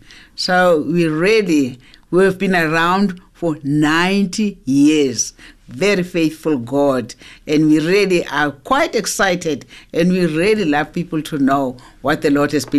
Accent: KwaZulu-Natal, South Africa; now in Benoni, South Africa

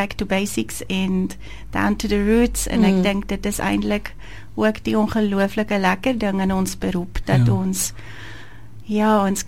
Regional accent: Zurich, Switzerland; Afrikaans is a second language; moved away as an adult; now in Oudtshoorn, South Africa; ek is oorspronkelijk van Switserland, julle gaan het ook hoor om my dialek, so soms raak ek een bykie, sê die mense, waar kom jy vandaan, uit die Karoo uit, of uit in Amakwaland, of ek weet nie waar nie, maar ek kom eindelijk uit van Zurich

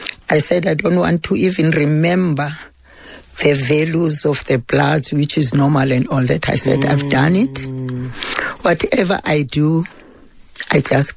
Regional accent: Soweto, Gauteng, South Africa; born there; also born or lived in Eastern Cape; You know, I'm 81 years old now. Mm-hmm. So I was born in house number 241, Orlando East.

